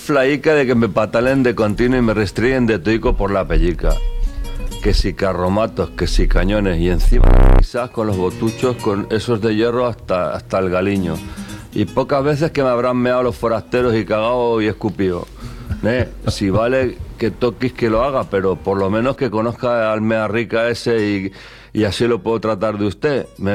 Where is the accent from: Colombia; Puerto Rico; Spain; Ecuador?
Spain; Fuensalida, Castilla-La Mancha; accent: manchego; moved away as an adult; Yo soy de Fuensalida. Ah, pueblo de los zapatos.